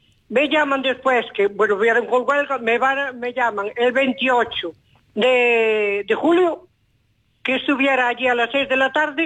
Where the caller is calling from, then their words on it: Pontevedra, Galicia, Spain; Mire, llamo de aquí, de Lérez.